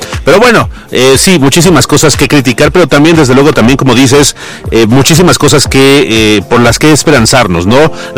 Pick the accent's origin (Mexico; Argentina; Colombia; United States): Mexico; Y darlo todo, como bien dices, como mexicanos.